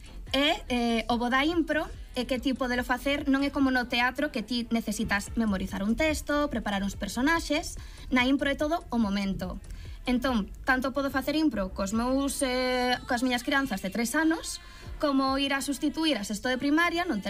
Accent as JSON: {"language": "Galician", "region": "Galicia", "country": "Spain", "said": "así que somos mulleres galegas"}